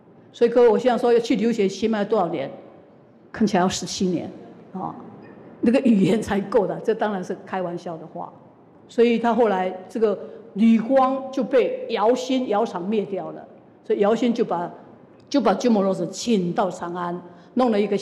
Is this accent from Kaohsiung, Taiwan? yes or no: no; Yilan, Yilan County, Taiwan; 雷音寺每年的一个弥陀圣诞是我们宜兰人的嘉年华会，宜兰人快要沸腾了。